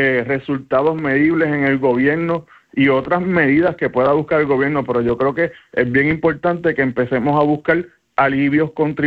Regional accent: Ponce, Puerto Rico; Sí, yo soy de Ponce.

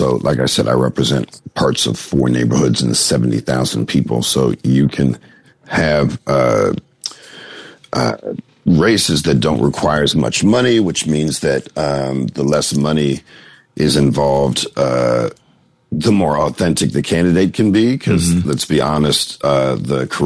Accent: Chicago, Illinois, United States; moved away as an adult; now in Philadelphia, United States; I call myself a Chi-Delphian, born and raised in Chicago, and adopted Philly as my home 24 years ago.

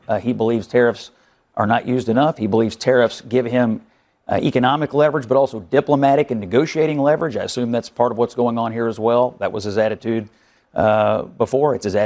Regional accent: Kentucky, United States; let me acknowledge, I am from Kentucky, and the bourbon industry there has been caught up in these tariffs

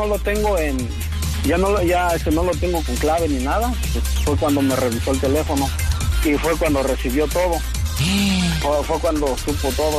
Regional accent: Toluca, State of Mexico, Mexico; Él trabajaba en la Ciudad de México, nosotros somos de Toluca.

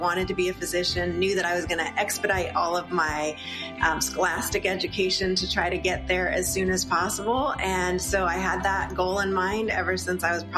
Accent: San Diego, California, United States; I grew up in San Diego, and I didn't know how spoiled I was to grow up in a place like San Diego.

